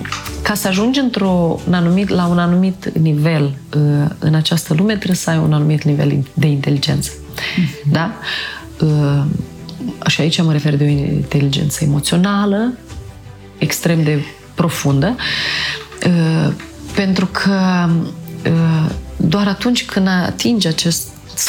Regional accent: Moldova; born or raised there

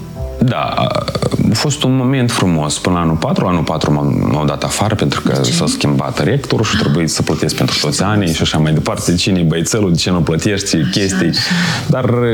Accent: Moldova; moved away as an adult; Sunt din Moldova

